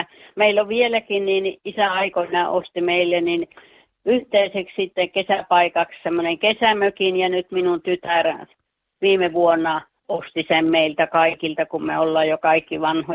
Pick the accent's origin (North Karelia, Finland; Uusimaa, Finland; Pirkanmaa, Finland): North Karelia, Finland; Juuka; Sieltä Pohjois-Karjalasta Juuasta.